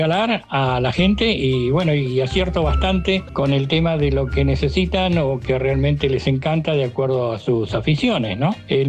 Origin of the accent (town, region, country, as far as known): Bahía Blanca, Buenos Aires Province, Argentina